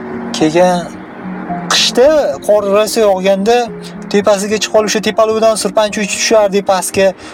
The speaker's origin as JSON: {"language": "Uzbek", "region": "Tashkent", "country": "Uzbekistan", "tie": "born or raised there", "said": "Men o'zi Chig'atoy Oqtepada katta bo'lganman."}